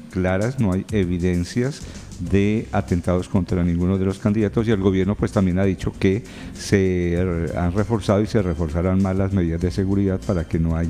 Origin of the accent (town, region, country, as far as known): Colombia